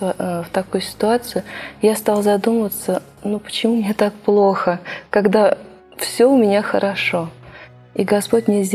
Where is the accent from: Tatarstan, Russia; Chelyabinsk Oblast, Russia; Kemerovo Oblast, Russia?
Tatarstan, Russia; Kazan; moved away as an adult; now in Nizhny Novgorod, Russia; я сама родом из Казани. Прожила там 20 лет до того, как вышла замуж. И переехала в Нижний Новгород.